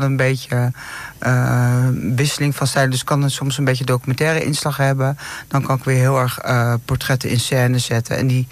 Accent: Loenen, Netherlands; ik kom uit Loenen.

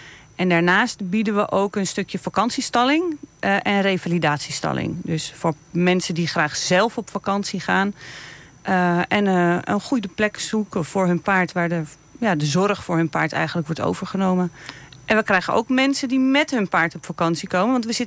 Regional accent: Heemstede, North Holland, Netherlands; now in Lieren, Netherlands; Nou, eigenlijk, ik kom uit Heemstede, mijn man uit Haarlem.

